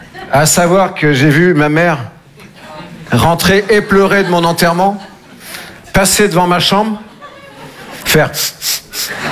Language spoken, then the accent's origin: French; Nouvelle-Aquitaine, France; Moi je viens des Deux-Sèvres, je sais pas si vous connaissez. Entre la Vienne et la Vendée.